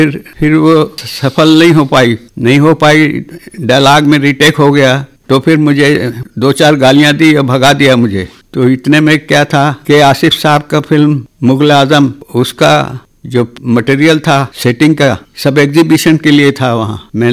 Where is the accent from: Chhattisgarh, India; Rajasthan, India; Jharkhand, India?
Chhattisgarh, India; a village in Raipur district; first language Chhattisgarhi; Hindi is a second language; रायपुर जिले का ही एक ग्राम है कुर्रा बंगोली, यहाँ से 30 किलोमीटर है, वहाँ मेरा जन्म हुआ और प्राइमरी स्कूल की शिक्षा मेरे को उसी गाँव से मिली।